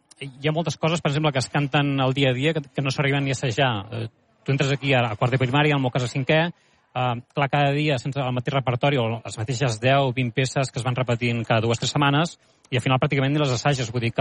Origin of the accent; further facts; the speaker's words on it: Catalonia, Spain; com a catalans